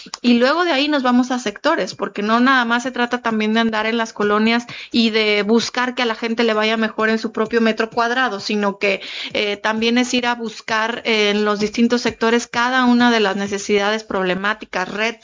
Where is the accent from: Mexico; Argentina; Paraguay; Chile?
Mexico; nos caracteriza como mexicanos